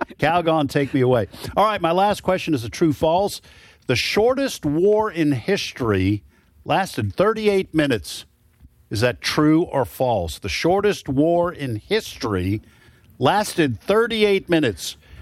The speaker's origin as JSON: {"language": "English", "region": "New Hampshire", "country": "United States", "tie": "born or raised there", "said": "when I was growing up in New Hampshire, right next door"}